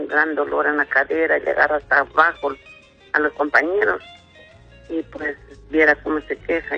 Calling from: Cofradía, Cortés, Honduras; De aquí, sector Cofradía.

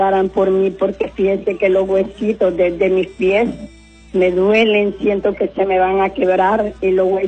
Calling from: Puerto Cortés, Cortés, Honduras; Soy reina de Puerto Cortés.

